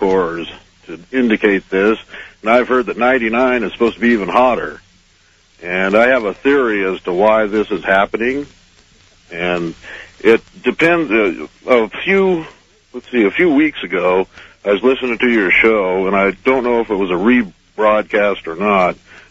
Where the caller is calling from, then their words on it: Reno, Nevada, United States; from Reno.